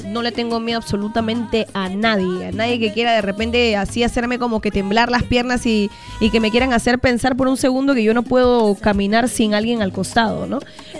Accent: Peru; Totalmente, somos producto peruano

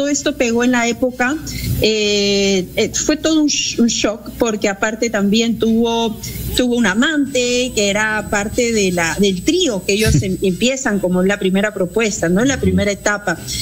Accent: Peru; now in Lyon, France; nosotros como peruanos sabemos.

